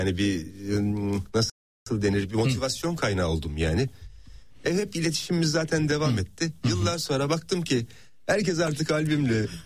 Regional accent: Ankara, Turkey; Tabii canım, Ankara bizim kökenimiz.

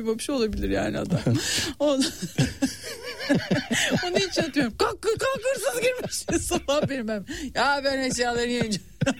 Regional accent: Istanbul, Turkey; ben doğma büyüme Beşiktaşlıyım şu anda. Vatanımdayım yani. Vatanımdayım.

